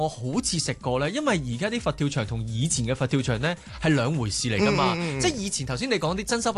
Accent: Hong Kong; 好啱我哋香港人聽。

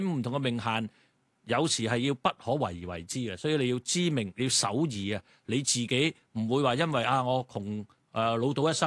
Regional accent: China; 我哋中國人有一句説話啊嘛

